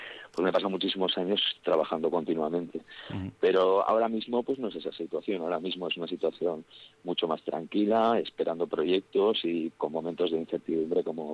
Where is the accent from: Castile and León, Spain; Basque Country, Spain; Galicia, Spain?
Basque Country, Spain; Vitoria-Gasteiz; now in Madrid, Spain; claro que echo de menos Vitoria. Sí, es la ciudad donde he crecido, donde he vivido. En este momento estoy establecido en Madrid